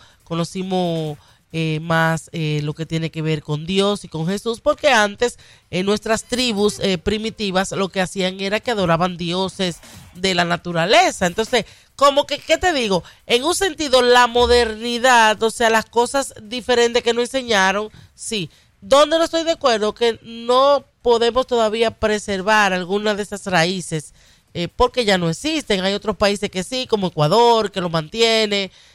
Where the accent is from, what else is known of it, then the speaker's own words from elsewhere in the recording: Dominican Republic; now in United States; vengo de la República Dominicana, de Quisqueya